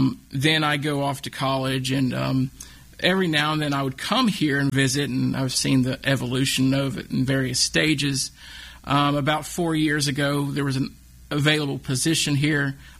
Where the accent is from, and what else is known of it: Wytheville, Virginia, United States; born or raised there